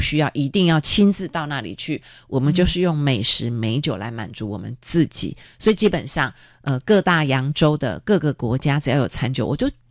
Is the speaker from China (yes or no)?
no; Taiwan; moved away; 就我在台湾长大，